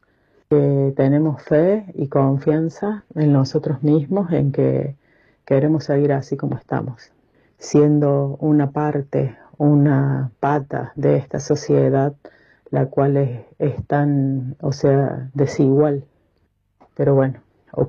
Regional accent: Argentina

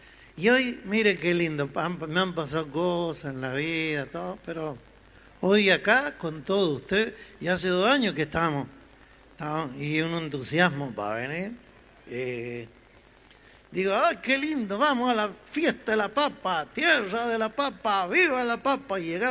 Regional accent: Mendoza, Argentina; Sí, como buen mendocino, los vamos a comer unos mondiolos, unos chorizos con cebená.

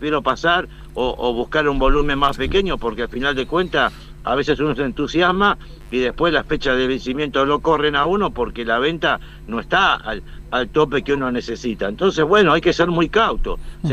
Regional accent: Argentina; El argentino, soy argentino, los argentinos siempre somos optimistas, ¿no es cierto?

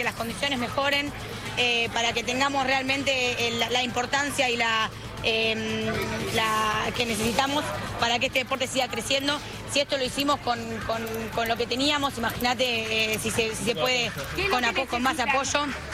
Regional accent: Argentina; Sabemos que somos como argentinas, todo cuesta un poquito más

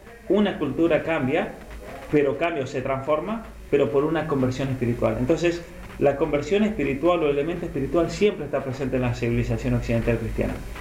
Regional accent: Argentina

